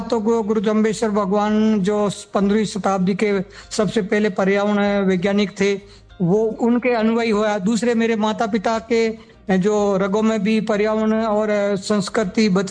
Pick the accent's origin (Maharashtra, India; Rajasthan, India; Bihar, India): Rajasthan, India; Ekalgori; मैं ओशिया तहसील के गांव एकलगोरी का रहने वाला हूं